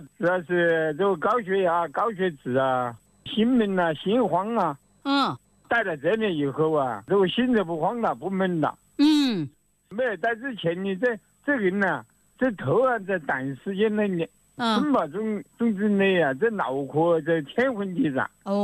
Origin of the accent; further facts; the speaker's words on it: Tianjin, China; 我是天津药口。